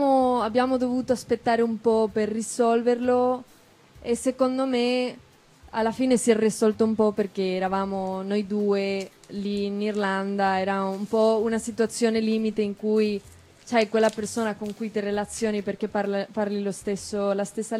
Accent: Spain; Italian is a second language; moved away; sono spagnola

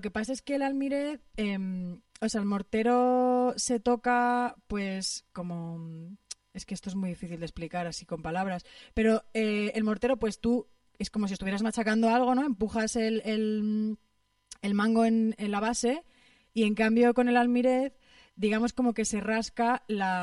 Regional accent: Extremadura, Spain; aunque en realidad en mi zona de Extremadura, o sea, en mi pueblo, no se toca el mortero, sino que se toca el almiréz, que es como el mortero de metal.

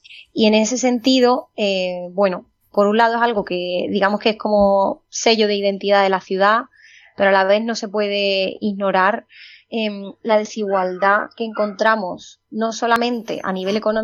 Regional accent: Spain; De aquí somos españoles, somos una ciudad española como cualquier otra

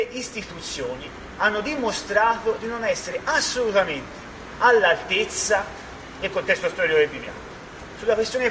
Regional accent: Vicchio, Tuscany, Italy; Siamo di Vicchio. Il mio comune fa parte della rete per gli enti locali dei diritti del popolo palestinese.

